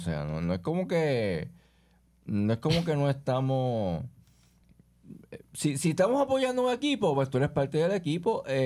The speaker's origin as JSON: {"language": "Spanish", "town": "Bayamón", "country": "Puerto Rico", "said": "Bueno, pero somos de Bayamón. Bueno, yo soy de Bayamón. Yo trabajo en Bayamón"}